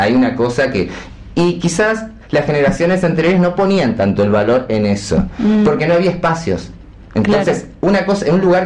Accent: Neuquén, Argentina; yo soy de acá desde siempre, nos conocemos desde años.

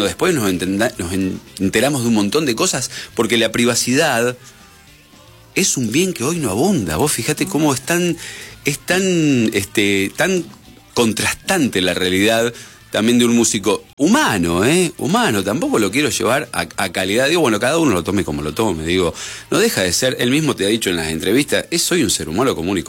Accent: Argentina

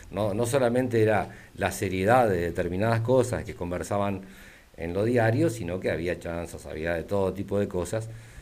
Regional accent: Maldonado, Uruguay; born there; En mi adolescencia, acá en Maldonado

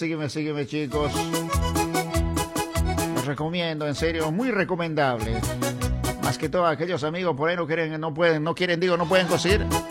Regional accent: La Paz, Bolivia; como yo soy de La Paz también, viste, que soy de La Paz

